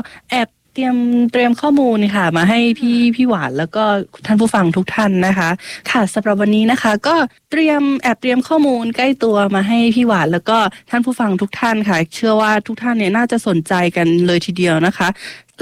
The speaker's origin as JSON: {"language": "Thai", "region": "Satun", "country": "Thailand", "said": "มาจากจังหวัดสตูลค่ะทางใต้"}